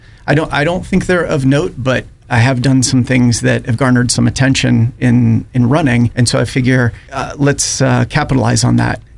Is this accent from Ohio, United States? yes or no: yes; Youngstown, Ohio, United States; I'm from Youngstown, grew up there.